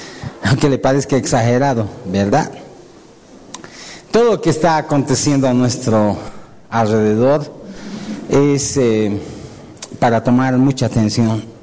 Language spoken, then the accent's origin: Spanish; Bolivia; Nosotros, como bolivianos, nos debemos a nuestras leyes también.